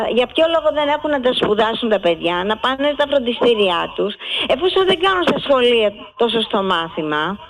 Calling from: Greece; Είμαστε Έλληνες.

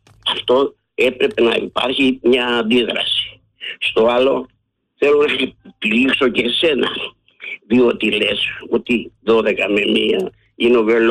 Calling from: Acharnes, Attica, Greece; Είμαι από τις Αχαρνές.

